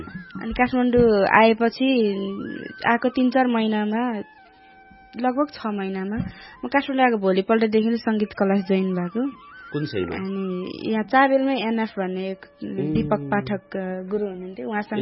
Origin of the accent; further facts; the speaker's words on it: Udayapur, Koshi Province, Nepal; born there; also born or lived in Katari; उदयपुर मेरो जन्म बसामा भयो, अनि पछि मेरो बाबा चाहिँ एक्सपायर हुनुभएपछि हामी यता कटारी आयौँ, त्यसपछि फेरि अहिले रामपुरमा छौँ, अहिले चाहिँ हामी रामपुरमा घर छ।